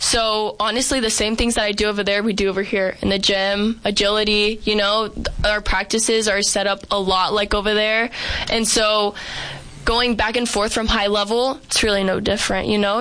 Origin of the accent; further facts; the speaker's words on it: Phoenix, Arizona, United States; But I love Arizona. I grew up here. I'm from Phoenix.